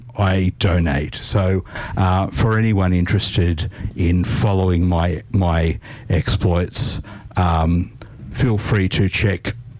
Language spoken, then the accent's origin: English; Gladesville, New South Wales, Australia; also born or lived in Hong Kong; I've spent all but four of my 40 years living in the RIDE area. I grew up in Gladesville.